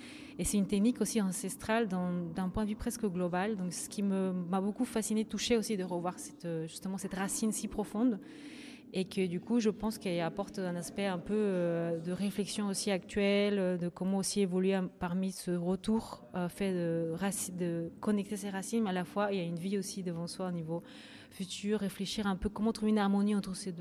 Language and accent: French; Bolivia; now in Paris, France; plutôt bien sûr de mon pays d'origine, Bolivie, mais à la fois avec un regard du fait que je vis aussi à Paris.